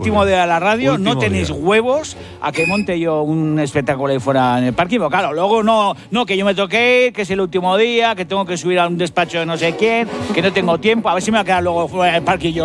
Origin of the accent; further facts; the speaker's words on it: Basque Country, Spain; Lo hago por orgullo, porque soy vasco y a mí no me gana ni Bartolo.